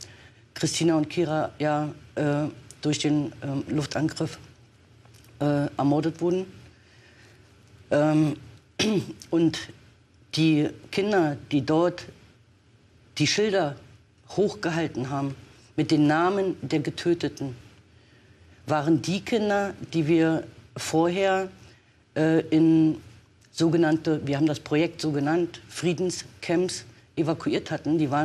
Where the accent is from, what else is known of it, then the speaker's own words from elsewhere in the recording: Germany; dass wir auch als Deutsche, die nicht Waffen liefern, sondern die humanitäre Hilfe vor Ort organisieren